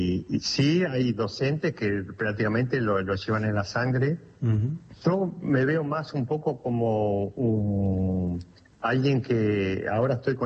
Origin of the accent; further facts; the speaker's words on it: Argentina; moved away; la idea era correr en Argentina, que tuve muy pocas posibilidades de correr en mi país